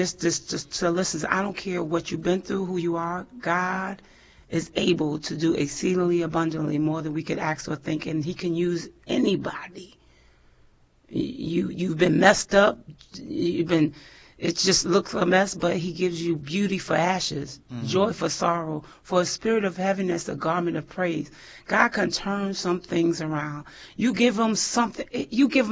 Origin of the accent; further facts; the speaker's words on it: Freeport, New York, United States; moved away as an adult; now in North Carolina, United States; I just reside in North Carolina. But my home is New York. I was born and raised here in New York.